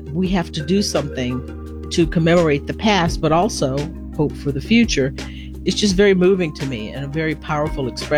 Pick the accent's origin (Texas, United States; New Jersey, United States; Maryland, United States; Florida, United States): Texas, United States; Conroe; also born or lived in Livingston, Texas; now in Manhattan, United States; But my parents moved to Conroe when I was about 6 months old. So it was a spread out sort of rural town. It was a prosperous town. It was founded as an oil town, and there was a sawmill there.